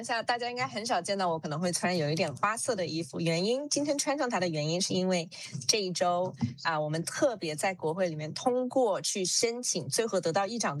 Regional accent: New Zealand; 我们作为新西兰人

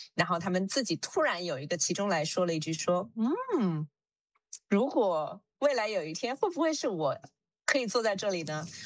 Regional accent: New Zealand; 我们作为新西兰人

